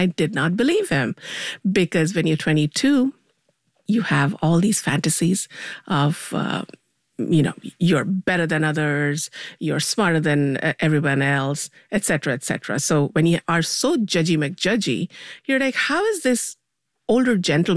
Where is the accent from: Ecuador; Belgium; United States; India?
India; So when I went to New York, I bought a Rand McNally map in those days. That was the thing you did as an Indian immigrant student.